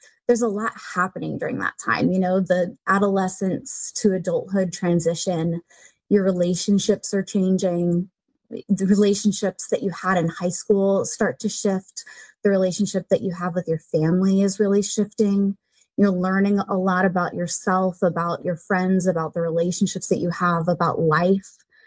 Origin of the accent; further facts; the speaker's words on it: Texas, United States; moved away as an adult; also born or lived in Georgia / Florida; now in California, United States; I was born in Georgia. I grew up in Texas. I am the oldest of 9 kids.